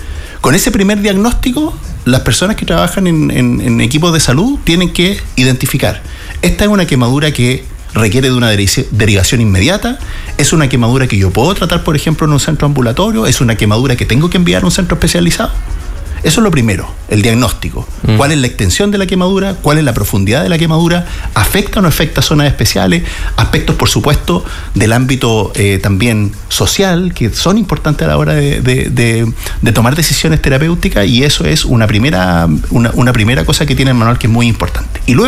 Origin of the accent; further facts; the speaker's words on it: Hualañé, Maule, Chile; muy orgullosamente soy de Gualañé, así que voy a ocupar un ejemplo de mi tierra.